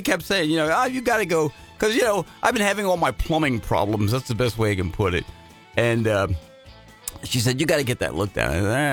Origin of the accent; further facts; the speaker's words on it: New Jersey, United States; I'm from Jersey